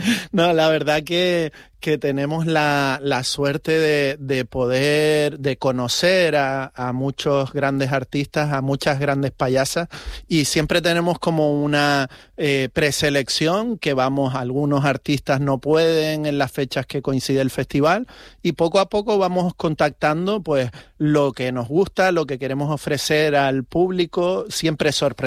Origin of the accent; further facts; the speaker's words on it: Canary Islands, Spain; la gente ahí en Canarias. Entonces, vamos a ver si puedo traer esto a de donde yo soy.